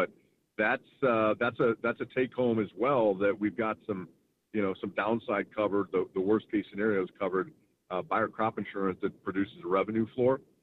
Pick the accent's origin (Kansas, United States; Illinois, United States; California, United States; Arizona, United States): Illinois, United States; Bureau County; I grew up actually in Bureau County, mm-hmm. but I went to school in Bradford. So we grew up right on the county line. I was in 4-H.